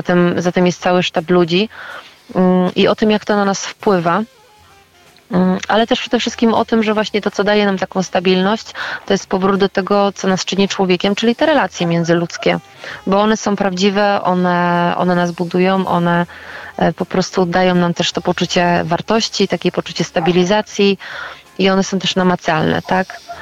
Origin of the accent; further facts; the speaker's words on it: Silesian Voivodeship, Poland; born there; accent: Silesian; Wiesz co, ja się urodziłam na Śląsku, ale również jestem z pochodzenia naprawdę z takiej prawdziwej śląskiej rodziny.